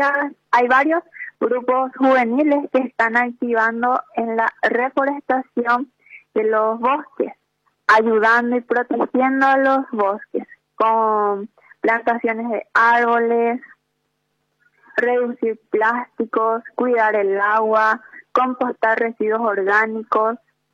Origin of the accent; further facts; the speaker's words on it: Paraguay; Algunas acciones que nosotros como paraguayos podemos hacer